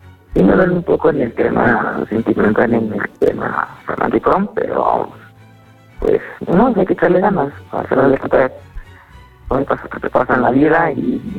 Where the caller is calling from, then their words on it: Puebla, Mexico; Sí, claro, soy de Puebla.